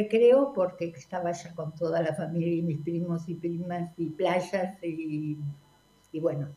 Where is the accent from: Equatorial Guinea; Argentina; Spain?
Argentina; Buenos Aires; born there; also born or lived in Uruguay / Ciudad Evita; nací en Caballito.